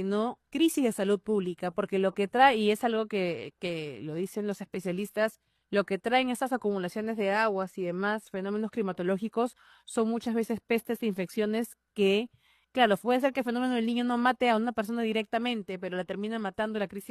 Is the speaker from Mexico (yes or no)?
no; Peru; yo creo que ninguno como peruano va a querer que un gobierno fracase